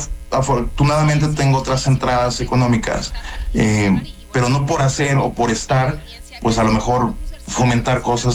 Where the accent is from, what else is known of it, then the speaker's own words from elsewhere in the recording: Mexico City, Mexico; born there; moved away as an adult; now in Mazatlán, Mexico; Yo nací en la Ciudad de México, viví 28 años aquí, tengo ya 15 años en Mazatlán, aunque ahorita por otros proyectos estoy pensando ya tomar como base nuevamente a la Ciudad de México.